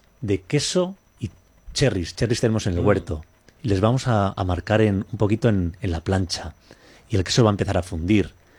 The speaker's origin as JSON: {"language": "Spanish", "town": "Aranda de Duero", "region": "Castile and León", "country": "Spain", "said": "de Aranda, somos de la Ribera, entonces..."}